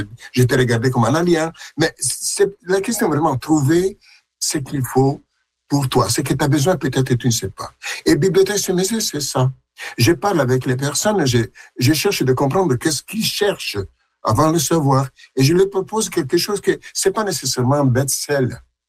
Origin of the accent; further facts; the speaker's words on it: Milan, Lombardy, Italy; now in France; Je suis né à Milan, même à Milan-Ville. J'ai vécu dans cette grande ville et à un certain point, j'ai migré en France et j'ai habité à Orléans.